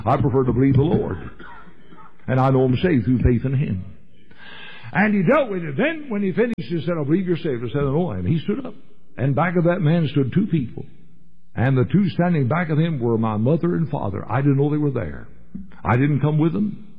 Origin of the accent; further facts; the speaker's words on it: Louisville, Kentucky, United States; also born or lived in Indiana; My mother and dad came out of the state of Indiana. I was born in Indiana, came to Louisville when I was just a boy.